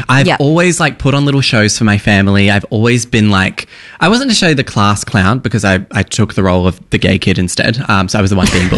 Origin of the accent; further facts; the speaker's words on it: Adelaide, South Australia, Australia; I grew up in Adelaide.